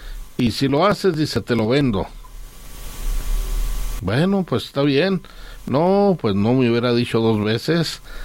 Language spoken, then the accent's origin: Spanish; Chihuahua, Mexico; No, le digo, yo vengo de Chihuahua.